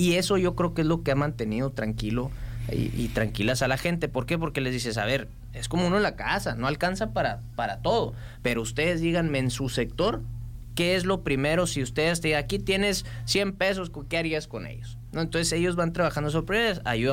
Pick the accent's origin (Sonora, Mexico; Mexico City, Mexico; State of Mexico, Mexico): Sonora, Mexico; Hermosillo; Oye, soy de Hermosillo, vivo en Hermosillo.